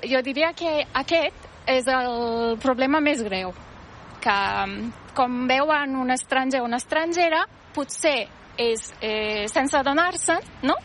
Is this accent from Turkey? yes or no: yes; Turkey; Catalan is a second language; moved away as an adult; also born or lived in Madrid; now in Catalonia, Spain; I jo, com a estrangera, doncs em sento molt bé, molt acollida entre els catalans. I no tinc un grup de turcs, per exemple. Jo em moc bastant entre catalans, perquè, clar, he vingut aquí per parlar català i viure a Catalunya així, no?